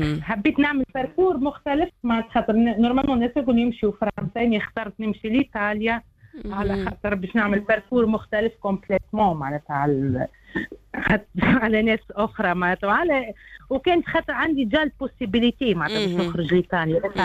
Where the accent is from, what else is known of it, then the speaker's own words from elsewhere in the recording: Ksour Essef, Mahdia Governorate, Tunisia; moved away as an adult; now in Italy; من قصر الساف ولاية المهدية. متخرجة في تونس، وبعد ذلك في 2007 قررت نبدل الباركور بتاعي، خرجت إيطاليا